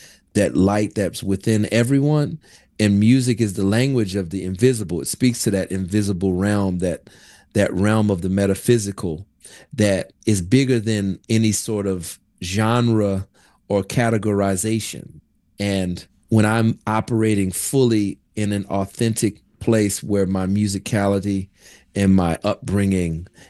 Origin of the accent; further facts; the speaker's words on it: Kenner, Louisiana, United States; I'm a kid from Kenner, Louisiana, who grew up in a musical family and a musical environment.